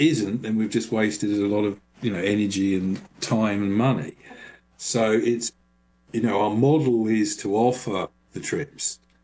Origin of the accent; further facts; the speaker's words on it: London, United Kingdom; And you know, as a Londoner, you know, I'm fascinated by, at that point, the biggest city in Europe, the most dynamic city